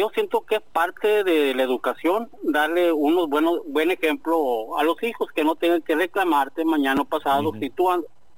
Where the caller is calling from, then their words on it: Tijuana, Baja California, Mexico; De aquí, de Tijuana.